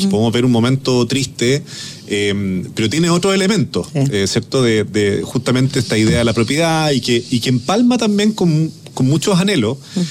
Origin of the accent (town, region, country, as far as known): Chile